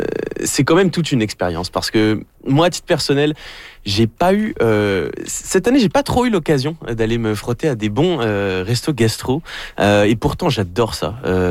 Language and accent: French; France; parce que bon, ça s'entend à mon accent, je viens de France.